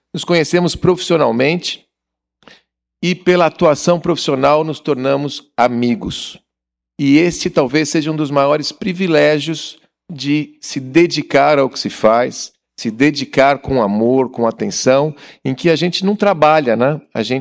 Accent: São Paulo, Brazil; eu sou do interior de São Paulo também

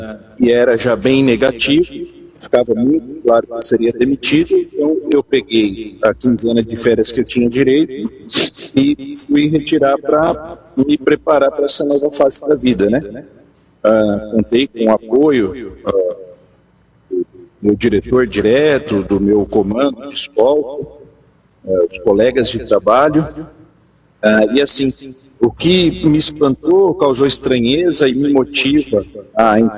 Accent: Brazil; Eu, como bom brasileiro curioso

